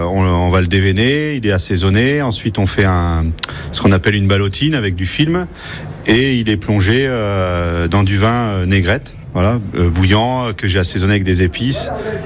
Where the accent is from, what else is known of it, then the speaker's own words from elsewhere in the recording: Normandy, France; moved away; au départ, je viens de Normandie